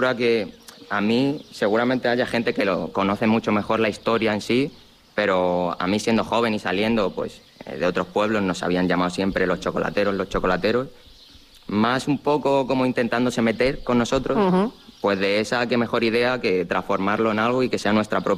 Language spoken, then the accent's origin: Spanish; Los Navalmorales, Castilla-La Mancha, Spain